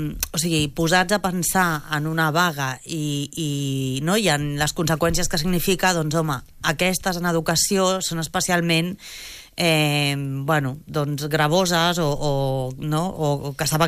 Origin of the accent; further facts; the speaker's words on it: Badia del Vallès, Catalonia, Spain; Amb 3 anys vaig anar-hi, fins als 15 o així. Criada.